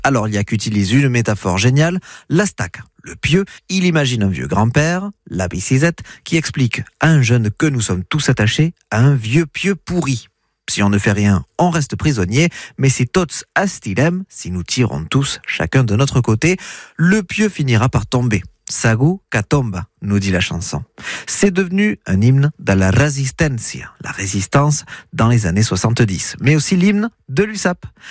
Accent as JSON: {"language": "French", "region": "Occitanie", "country": "France", "said": "Chez nous, à la Catalunya del Nord"}